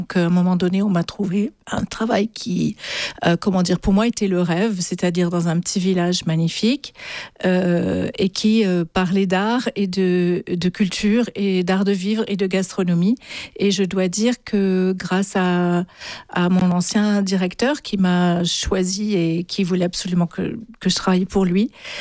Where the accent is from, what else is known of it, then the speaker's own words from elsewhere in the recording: Marseille, Provence-Alpes-Côte d'Azur, France; born there; mon chemin, je suis née à Marseille, pas très loin d'ici, mais je suis née à Marseille, où j'ai quasiment jamais vécu.